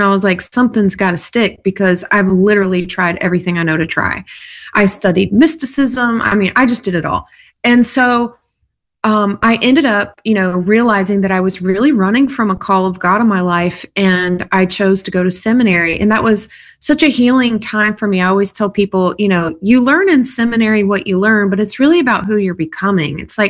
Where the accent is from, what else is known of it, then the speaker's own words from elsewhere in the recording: South Carolina, United States; I grew up in South Carolina on a lot of acreage in a trailer out in the middle of nowhere. My dad helped deliver cows on a dairy farm growing up, and my family took me to church every time the doors were opened.